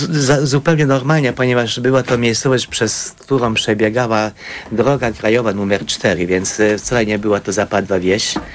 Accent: Debrecen, Hajdú-Bihar, Hungary; Polish is a second language; Urodziłem się na Węgrzech, w Debreczynie.

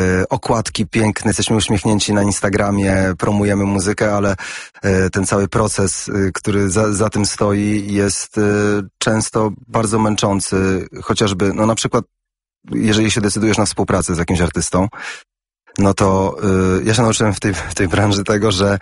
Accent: England, United Kingdom; now in Poland; wychowywałem się w Anglii i przyjechałem z Anglii

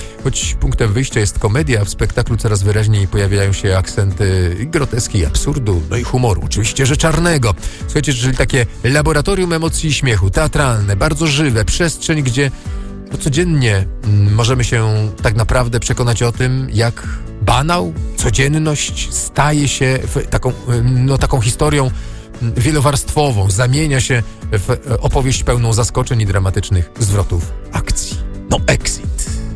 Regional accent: Łódź, Łódź Voivodeship, Poland; Wiadomo, prowadzący łodzianin z krwi i kości.

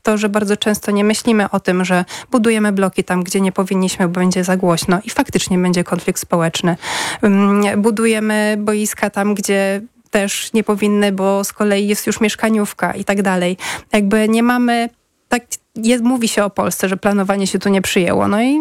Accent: Warsaw, Masovian Voivodeship, Poland; ja całe życie mieszkam w Warszawie. Mam całą rodzinę w Warszawie

